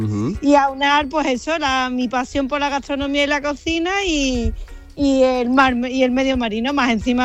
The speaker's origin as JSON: {"language": "Spanish", "town": "Seville", "region": "Andalusia", "country": "Spain", "moved": "as an adult", "lives_now": "Cádiz, Spain", "said": "Yo soy de Sevilla, pero me vine a Cádiz a estudiar Ciencia del Mar."}